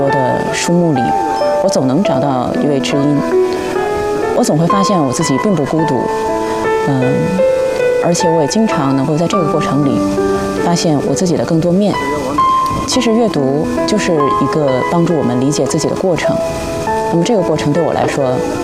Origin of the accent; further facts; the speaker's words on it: Heilongjiang, China; 反正都是我家乡黑龙江的地方。